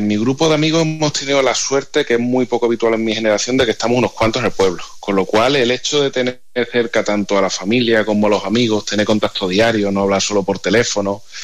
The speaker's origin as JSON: {"language": "Spanish", "town": "Azuaga", "region": "Extremadura", "country": "Spain", "tie": "born or raised there", "said": "En mi pueblo, en Azuaga, de mi edad, te cuento con los dedos de las manos los que estamos."}